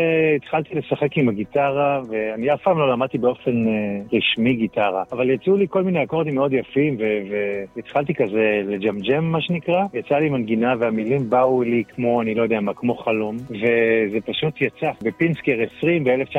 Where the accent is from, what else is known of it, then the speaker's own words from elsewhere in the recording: Rehovot, Central District, Israel; אני גדלתי ברחובות, ילד טוב רחובות, מה לי ולפרסום, מה לי ולזה.